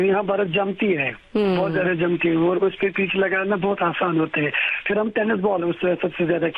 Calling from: Budgam, Jammu and Kashmir, India; जिला बड़गांव में हमारा गांव पड़ता है

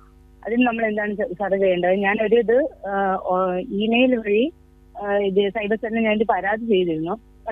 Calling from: Aryanad, Kerala, India; ഞാൻ തിരുവനന്തപുരം ആര്യനാട് നിന്നാണ്

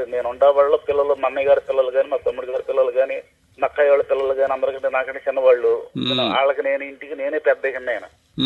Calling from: Machilipatnam, Andhra Pradesh, India; నేను కృష్ణా జిల్లా మచిలీపట్నం నుంచి … మాట్లాడుతున్నానండి.

